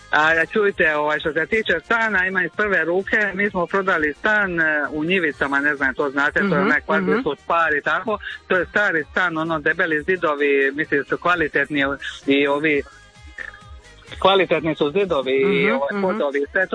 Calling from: Croatia

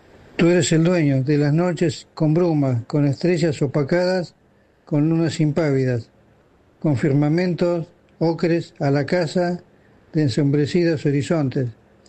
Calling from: Ciudadela, Buenos Aires Province, Argentina; en Ciudadela

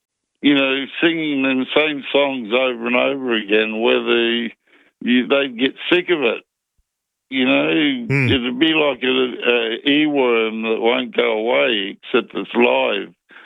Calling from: Australia; I said to one guy, I was from Australia

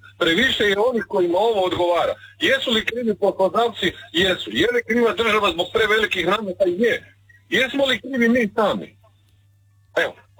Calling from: Croatia; Znači, ljudi nikad kod nas, u Hrvatskoj, općenito.

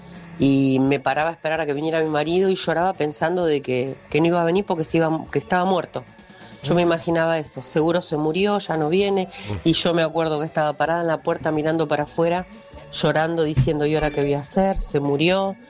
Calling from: Ranelagh, Buenos Aires Province, Argentina; de Ranela.

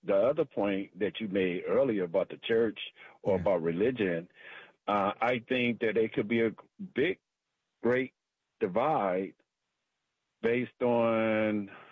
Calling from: Brandywine, United States; I'm just calling from Brandywine.

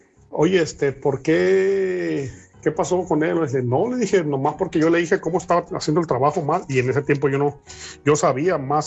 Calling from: Pasco, Washington, United States; De acá, de Pasco, Washington.

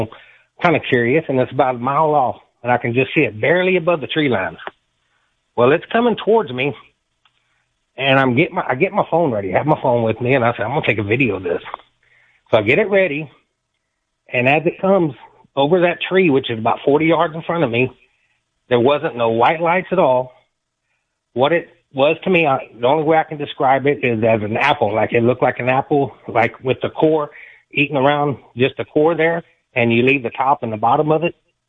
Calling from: Live Oak County, Texas, United States; I'm in South Central Texas, Live Oak County area.

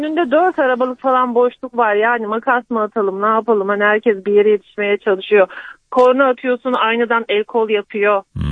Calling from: Ankara, Turkey; ben Ankara'dan.

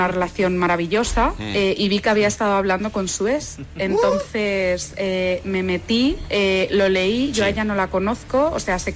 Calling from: Madrid, Community of Madrid, Spain; llamo desde Madrid

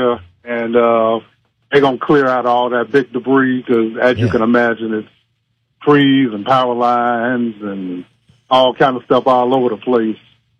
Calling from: Pensacola, Florida, United States; Yeah, Pensacola.

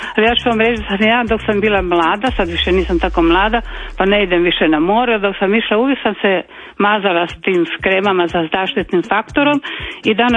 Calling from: Rijeka, Primorje-Gorski Kotar County, Croatia; ja sam tu iz Rijeke, meni nije daleko

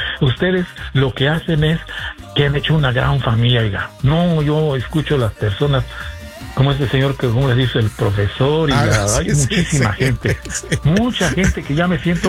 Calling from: Mexico; yo soy mexicano.

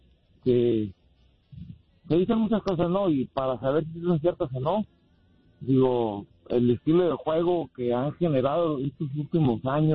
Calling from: Mexico; soy mexicano

